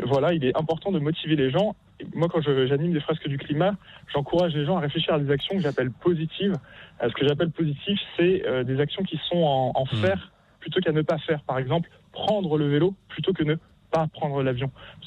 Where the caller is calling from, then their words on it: Lyon, Auvergne-Rhône-Alpes, France; je suis sur Lyon